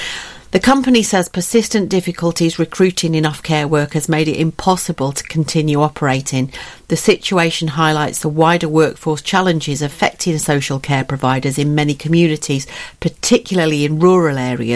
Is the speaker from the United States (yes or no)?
no; Yorkshire and the Humber, United Kingdom; I'm not actually from Essex. I'm from Yorkshire